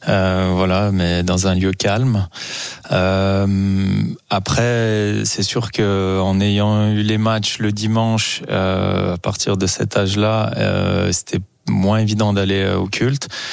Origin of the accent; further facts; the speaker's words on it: Froges, Auvergne-Rhône-Alpes, France; Frauges, Frauges là où j'ai grandi